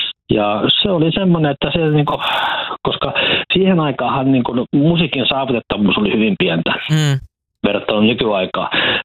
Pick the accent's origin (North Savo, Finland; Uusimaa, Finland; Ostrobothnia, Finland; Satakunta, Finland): Satakunta, Finland; Huittinen; Ja siis mä huittisin sitä kotoisin ja asuin nuoruuteni ja varhaisen aikuisuutenikin Huittisissa.